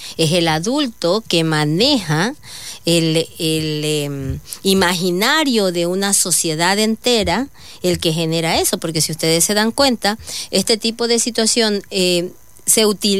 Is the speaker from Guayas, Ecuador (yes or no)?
yes; Guayaquil, Guayas, Ecuador; Yo soy de Guayaquil